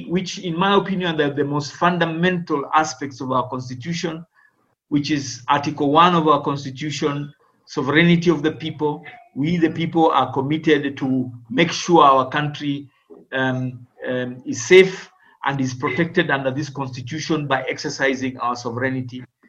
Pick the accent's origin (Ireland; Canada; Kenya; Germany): Kenya